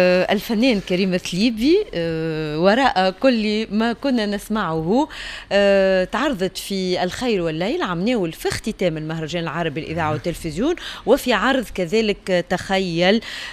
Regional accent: Tunisia; عندنا في تونس

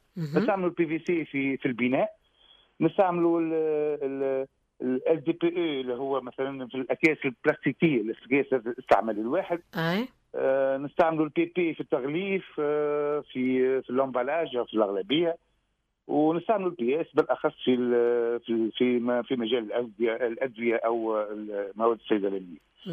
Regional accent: Tunisia; موجودة عندنا في تونس

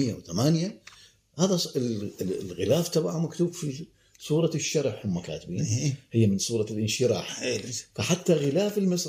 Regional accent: Iraq; يعني أنا أذهب كعراقي من أصل عراقي.

